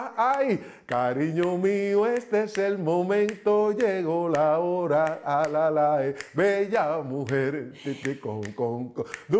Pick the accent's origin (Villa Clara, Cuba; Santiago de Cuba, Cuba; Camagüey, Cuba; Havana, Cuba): Santiago de Cuba, Cuba; yo nací en La Placita. Frente a mi casa ensayaba una comparsa, yo soy del barrio de La Placita.